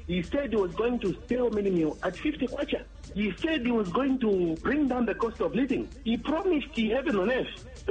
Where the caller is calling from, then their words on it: Kitwe, Copperbelt, Zambia; I'm calling you from Kitwe.